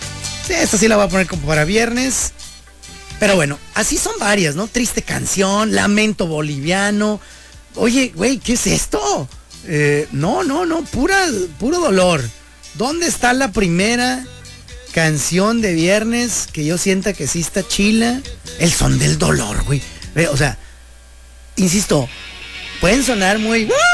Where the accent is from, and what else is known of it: Mexico